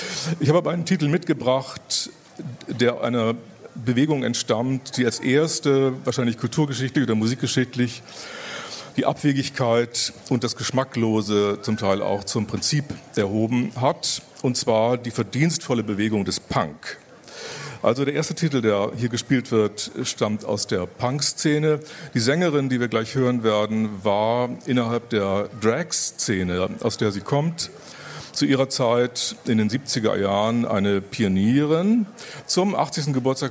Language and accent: German; Bremen, Germany; Also ich komme ja aus Bremen und muss sagen, ich habe mit dem Männertypus, der da beschworen wird, schon meine Schwierigkeiten.